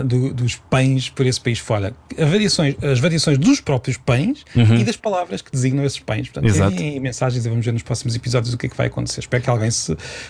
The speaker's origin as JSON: {"language": "Portuguese", "town": "Peniche", "region": "Centro", "country": "Portugal", "tie": "born there", "moved": "yes", "said": "quando eu era mais novo e estava a viver em Peniche"}